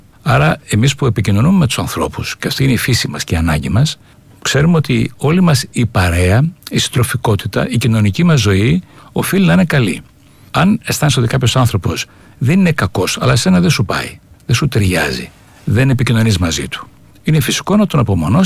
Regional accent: Chios, North Aegean, Greece; Το περπάτημά μου στο λιμάνι της Χίου. Όταν ήμουν 5-6 χρονών, η Χίος ήταν φτωχική όπως όλη η Ελλάδα.

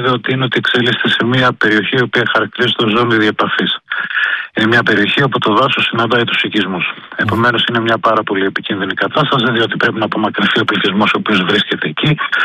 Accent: Central Macedonia, Greece; κατάγομαι από Χαλκιδική, γνωρίζω τη συγκεκριμένη περιοχή.

